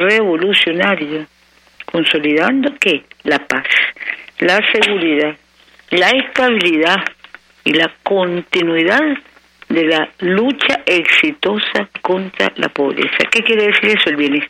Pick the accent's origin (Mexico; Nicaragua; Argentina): Nicaragua